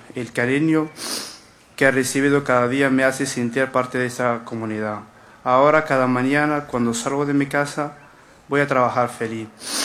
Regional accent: Morocco; moved away as an adult; now in Spain; soy de Marruecos y tengo 24 años. Llegué a las costas de Canarias en el año 2020, como tantos otros jóvenes.

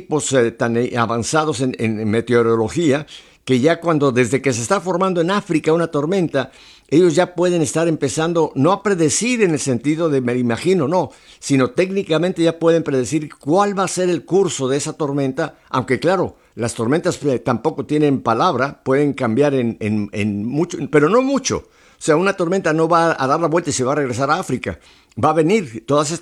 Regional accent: Mexico; now in United States; porque yo soy americano, tengo una nacionalidad americana, aunque soy mexicano y eso nunca se me va a quitar

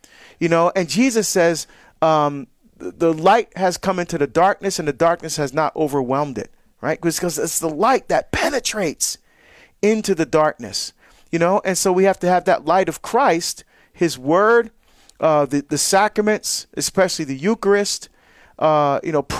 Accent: New Jersey, United States; Jose is calling from my home state of New Jersey

